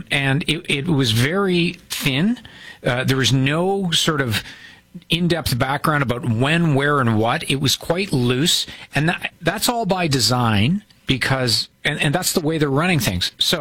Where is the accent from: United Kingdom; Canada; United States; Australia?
Canada; Canada needs to get in there and fight because it's a dirty fight. And we're kind of being Canadian about it.